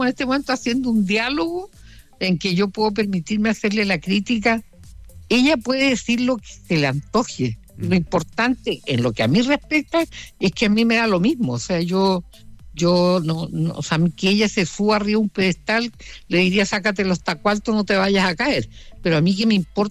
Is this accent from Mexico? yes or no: no; Puerto Montt, Los Lagos, Chile; born there; yo nací en Portomón el año 43.